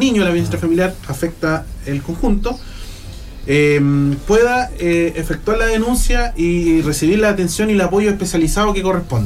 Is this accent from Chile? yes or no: yes; Chile; como chilenos que queremos celebrar